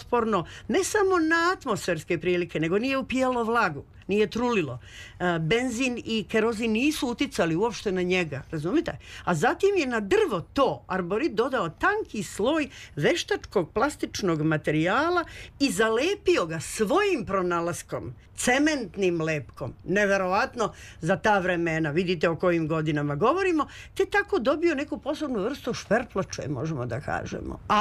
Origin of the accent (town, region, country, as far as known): Serbia